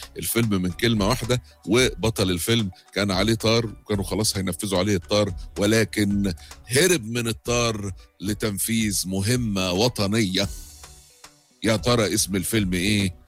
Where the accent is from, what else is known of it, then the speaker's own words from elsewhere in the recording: Egypt; إحنا كمصريين